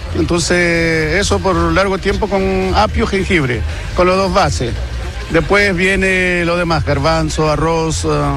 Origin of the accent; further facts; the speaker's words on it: Peru; now in Curicó, Chile; No, soy peruano. Vivimos harto tiempo acá en Curicó.